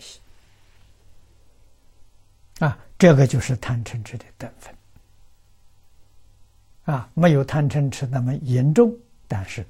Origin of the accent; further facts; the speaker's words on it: China; 我们中国人用这个字用的很多啊